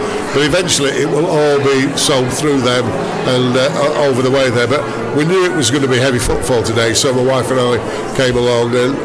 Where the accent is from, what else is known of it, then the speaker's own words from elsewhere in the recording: Dewsbury, Yorkshire and the Humber, United Kingdom; moved away; Born and bred in Dewsbury, and I'm 70 next week.